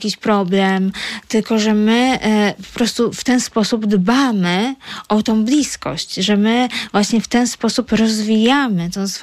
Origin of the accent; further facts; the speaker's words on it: Warsaw, Masovian Voivodeship, Poland; moved away; Ja byłam takim typowym warszawiakiem, co się przeprowadził